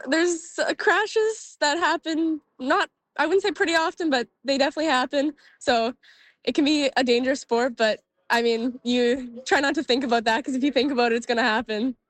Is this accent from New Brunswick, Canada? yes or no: yes; Fredericton, New Brunswick, Canada; born there; Yeah, I was born in Fredericton, and my mom is from Nova Scotia, so got some East Coast roots.